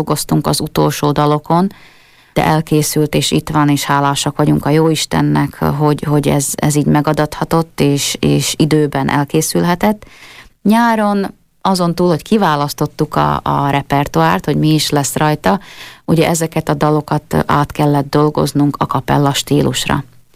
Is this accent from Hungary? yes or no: no; Slovakia; jó magam a felvidéki kislány, vagy felvidéki lány vagyok